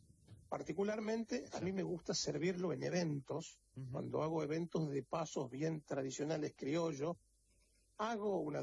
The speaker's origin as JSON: {"language": "Spanish", "region": "Tucumán", "country": "Argentina", "moved": "yes", "lives_now": "Buenos Aires, Argentina"}